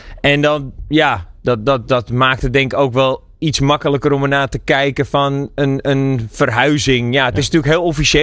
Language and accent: Dutch; Netherlands; ben hier geboren en getogen in Nederland.